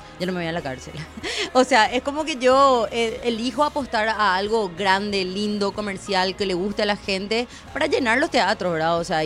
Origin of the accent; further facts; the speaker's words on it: Paraguay; solamente paraguaya soy.